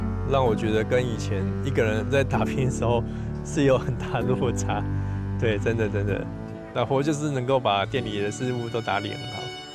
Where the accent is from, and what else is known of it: Taiwan